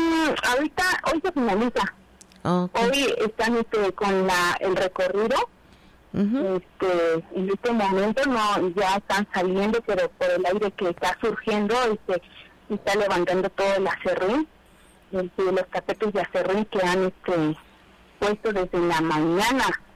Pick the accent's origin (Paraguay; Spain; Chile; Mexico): Mexico; San Andrés Chicahuaxtla, Oaxaca; now in Tlaxiaco, Mexico; no tengo mucho que llegué de allá, como de origen. En inicio, soy originaria de San Andrés, Chicahuatlán.